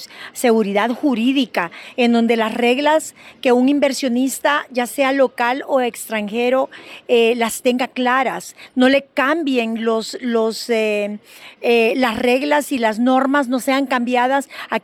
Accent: Honduras; Los hondureños, todos somos hondureños. Todos tenemos que trabajar en pro de nuestra patria.

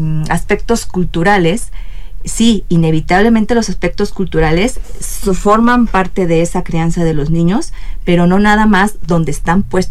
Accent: Mexico

